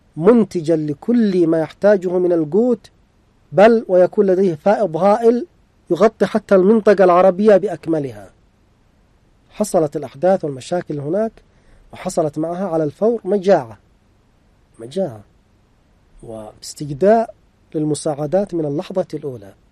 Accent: Yemen; عندنا في اليمن

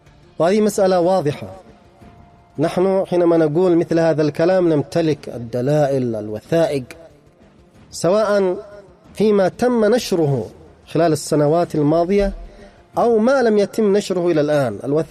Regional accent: Yemen; على بلدنا

